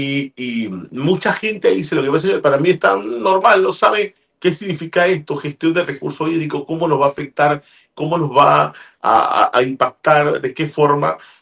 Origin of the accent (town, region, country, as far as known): Panama